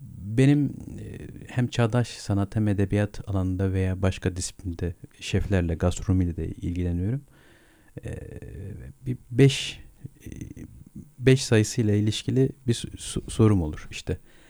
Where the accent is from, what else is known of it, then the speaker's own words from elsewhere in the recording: Şanlıurfa, Turkey; Ben Urfalıyım. Bizim yemekler zordur, baharatlıdır.